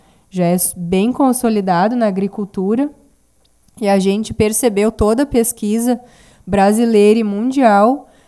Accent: Rio Grande do Sul, Brazil; also born or lived in Caçapava do Sul; Sim, sou gaúcha, agora morava em Caçapava, por último.

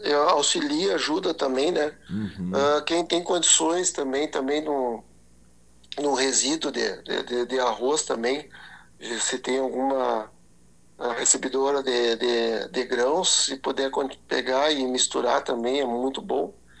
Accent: Santa Maria, Rio Grande do Sul, Brazil; Hoje estou no Pago, onde nasci, em Santa Maria, né, na beira do fogo aqui

